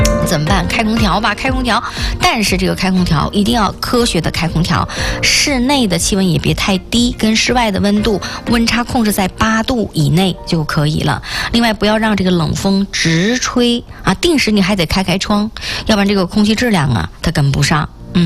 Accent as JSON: {"language": "Chinese", "region": "Northeast China", "country": "China", "accent": "Northeastern", "said": "这咱们东北话讲"}